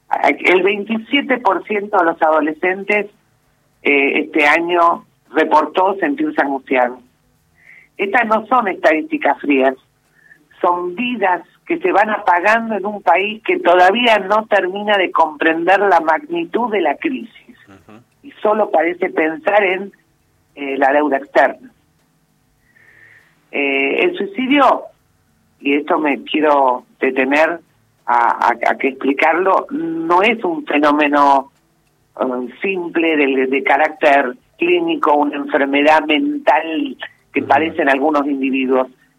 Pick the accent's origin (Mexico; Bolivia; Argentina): Argentina